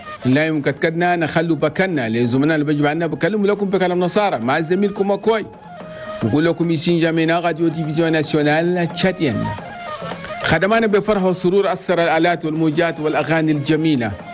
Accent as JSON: {"language": "Arabic", "country": "Chad", "said": "والله يحفظ بلدنا تشاد من كل سوء ومن كل مكروه"}